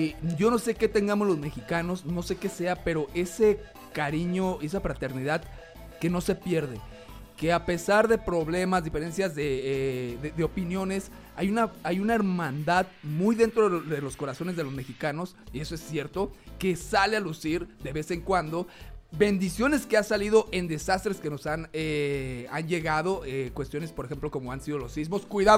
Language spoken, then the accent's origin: Spanish; Zamora, Michoacán, Mexico; Soy michoacano, señores, nacido y creado en Zamora.